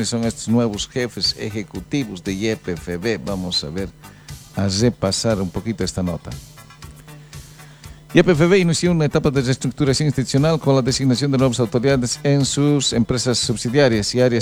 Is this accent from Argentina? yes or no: no; Bolivia